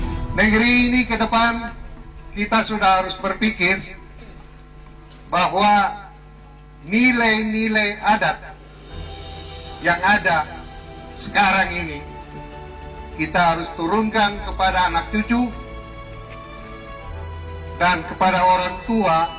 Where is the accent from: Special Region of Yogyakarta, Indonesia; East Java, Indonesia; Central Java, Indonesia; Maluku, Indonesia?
Maluku, Indonesia; Soya; sebagai orang Soya yang mempunyai satu kebiasaan adat yang sudah diturunkan oleh leluhur